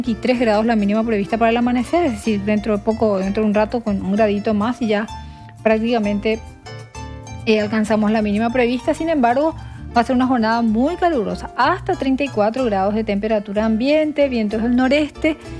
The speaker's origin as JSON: {"language": "Spanish", "country": "Paraguay"}